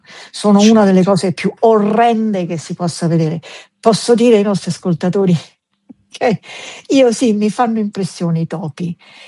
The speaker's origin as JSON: {"language": "Italian", "region": "Tuscany", "country": "Italy", "tie": "born or raised there", "also_born_or_lived": "Sicily", "said": "E sono cresciuta in Toscana."}